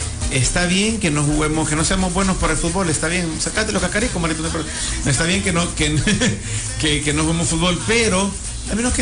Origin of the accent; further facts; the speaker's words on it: El Salvador; Pero somos sí, salvadoreños.